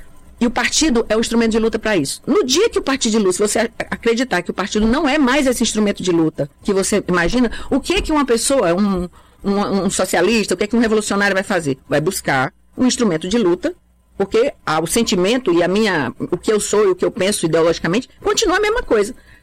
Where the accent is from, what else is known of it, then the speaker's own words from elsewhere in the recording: Fortaleza, Ceará, Brazil; born there; eu nasci nos matos, né? Nasci na periferia de Fortaleza, no Mudubim, Mudubim ainda tinha vacaria. Então, assim, ali era a zona rural de Fortaleza. Então, assim, eu sou um pouco mato mesmo, sabe?